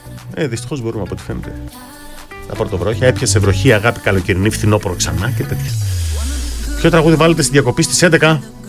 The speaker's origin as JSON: {"language": "Greek", "town": "Syrrako", "region": "Epirus", "country": "Greece", "tie": "born or raised there", "said": "Λοιπόν, φίλε Πέτρο, το χωριό μου είναι το Σιράκο Τζουμέρκα. Χτύπα το λίγο να δεις."}